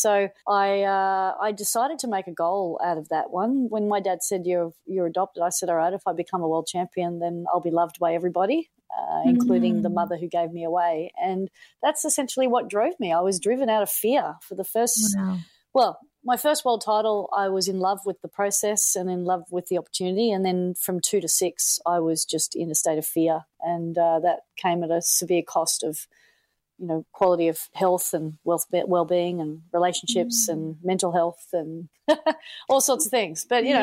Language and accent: English; Manly, New South Wales, Australia; Well, it started, as you say, in Manly. It started when I grew up surfing.